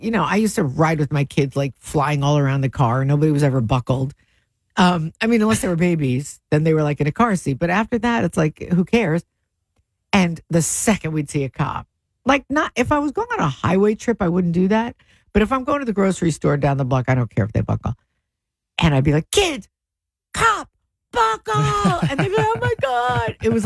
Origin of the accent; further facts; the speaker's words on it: United States; I knew cops in my town growing up in Long Ridge